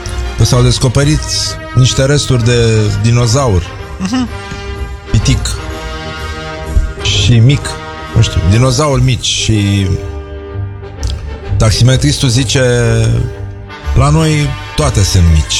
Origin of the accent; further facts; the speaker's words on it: Romania; Nu mă pricep, dar sunt român și le știu pe toate.